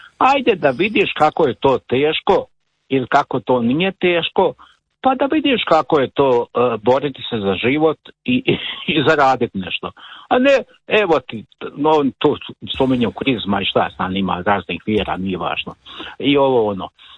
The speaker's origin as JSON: {"language": "Croatian", "region": "Dalmatian Hinterland", "country": "Croatia", "tie": "born there", "said": "Ja sam rođen u Dalmatinskoj Zagori."}